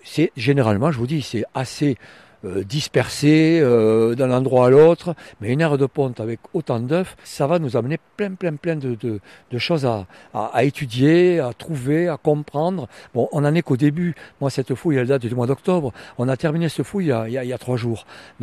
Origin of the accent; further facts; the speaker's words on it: south of France, France; comme je viens du sud de la France, Piémont-Pyrénées